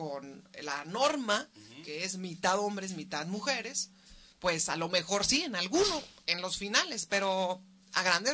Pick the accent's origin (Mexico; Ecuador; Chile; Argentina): Mexico; Mexicali, Baja California; es una mujer orgullosamente mexicalense, cachanilla, 100%. Soy puro cachanilla, lo digo sin pretensión. Soy de Baja California, norteña de corazón, 100% además cimarrona. Crecí, estudié aquí, estudié Derecho en la Universidad Autónoma de Baja California